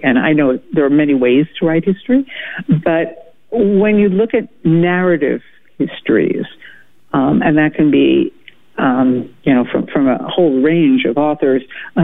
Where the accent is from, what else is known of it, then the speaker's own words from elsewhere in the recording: New York City, New York, United States; I actually grew up in New York City, far from the places I write about in Spell of Freedom.